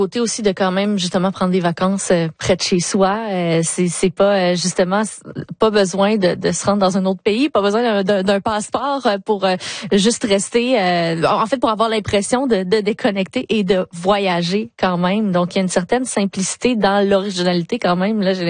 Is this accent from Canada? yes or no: yes; Lévis, Quebec, Canada; now in Ontario, Canada; Moi, je viens de Lévis là